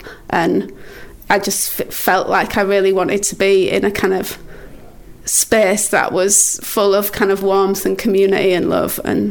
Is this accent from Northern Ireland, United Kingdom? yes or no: no; Wakefield, Yorkshire and the Humber, United Kingdom; also born or lived in Bradford; now in Knaresborough, United Kingdom; I was born in Wakefield, so in East Ardsley, if you know Wakefield well. And then I grew up sort of like... Tingley Mall area.